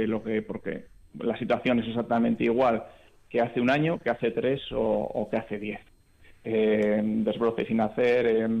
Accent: Ourense province, Galicia, Spain

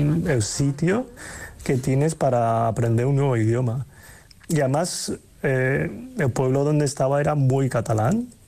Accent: China; Igual ese como encasillamiento de que soy chino, que no, igual no hable muy bien el idioma, que desconozco, soy como turista o por ejemplo en los trabajos pues me ponen cosas que tienen que ver con China o con Asia

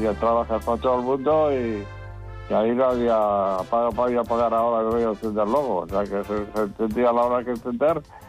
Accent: Basque Country, Spain; No, pues yo de Machichaco prácticamente nací en Machichaco. La casa pues estaba a 1,5 kilómetros, así.

